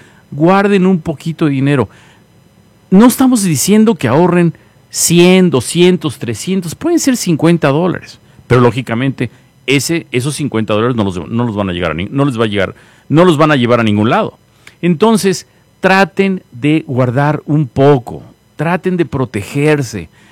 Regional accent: Gutiérrez Zamora, Veracruz, Mexico; Yo soy de Veracruz, de Gutiérrez Zamora, Veracruz, el norte de Veracruz está a 2 horas del puerto. En ese lugar existen cosechas de naranja, de plátano, de mandarina. Es un paraíso

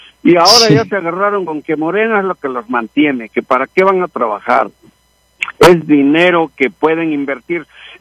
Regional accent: Mexico; born there; moved away

